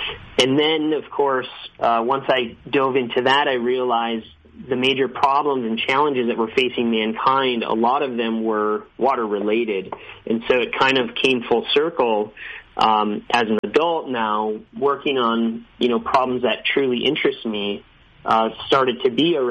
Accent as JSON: {"language": "English", "region": "Minnesota", "country": "United States", "tie": "born or raised there", "said": "I grew up in the Midwest in the state of Minnesota, and it's also called the state of 10,000 lakes."}